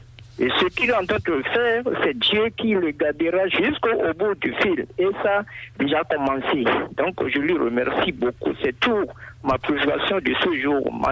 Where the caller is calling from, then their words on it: Benin; nous, les Béninois